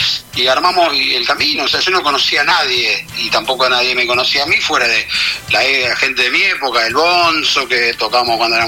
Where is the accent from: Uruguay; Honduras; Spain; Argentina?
Argentina; Rosario, Santa Fe; moved away; Y ahí es cuando me voy y yo ya me fui de Rosario durante 20 años, ¿viste?